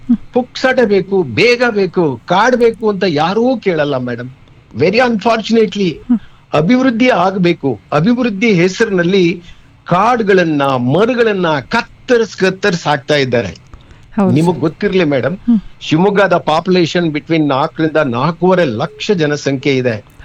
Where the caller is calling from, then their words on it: Shivamogga, Karnataka, India; ನಮ್ಮ ಊರ್ನವರು ಮಲೆನಾಡವರು